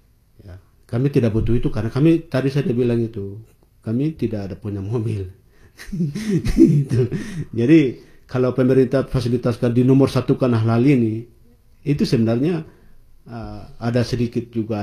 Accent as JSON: {"language": "Indonesian", "town": "Wamena", "region": "Highland Papua", "country": "Indonesia", "said": "kami orang Papua, apalagi kami orang Wamena"}